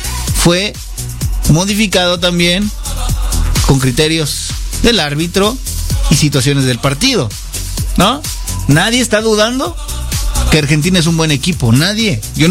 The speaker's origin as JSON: {"language": "Spanish", "country": "Mexico"}